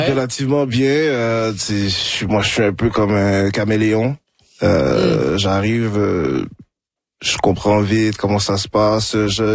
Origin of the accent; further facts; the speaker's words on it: Cameroon; Après, c'est mon pays d'origine. Quand même, c'est la culture camerounaise, c'est quand même une culture qui est quand même très forte, très présente.